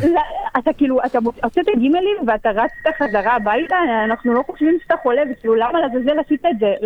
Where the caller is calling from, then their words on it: Yavne, Central District, Israel; אנחנו מיבנה